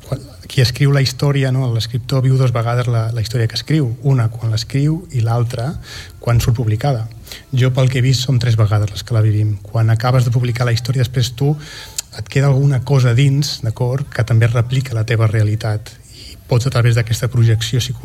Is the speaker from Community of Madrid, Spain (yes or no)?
no; Girona, Catalonia, Spain; moved away as an adult; also born or lived in Barcelona; Jo sóc de Girona